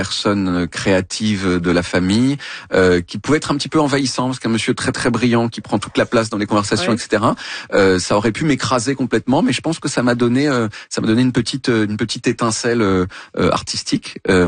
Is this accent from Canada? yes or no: yes; Quebec, Canada; Et enfin, dernière chose, les Québécois ont un rapport étonnant aux voyelles. Chez nous, les combinaisons de voyelles, elles forment le plus souvent un son.